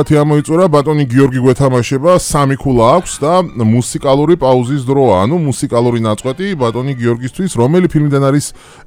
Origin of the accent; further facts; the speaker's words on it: Tbilisi, Georgia; born there; მე რო დავიბადე ჩაჭავაში